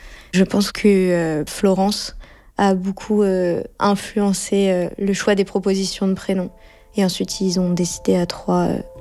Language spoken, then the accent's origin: French; Paris, Île-de-France, France; moved away as an adult; now in Australia; Et là, je suis en France, à Paris, où j'ai grandi. Je suis rentrée pour voir ma famille.